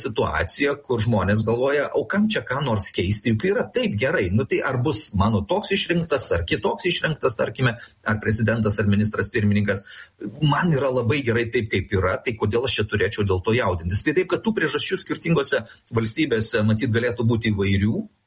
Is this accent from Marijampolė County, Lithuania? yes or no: no; Pakruojis, Šiauliai County, Lithuania; Ar iš kur aš kilęs, aš iš Pakruojo, ar Dirvinių ir Gailiušių.